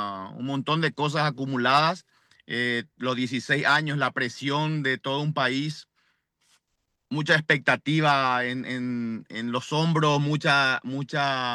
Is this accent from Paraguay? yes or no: yes; Paraguay; moved away; also born or lived in United States; nací en Estados Unidos, pero sí tengo mi papá uruguayo, pero criado en Paraguay, mal criado en Paraguay, y me siento más paraguayo que otra cosa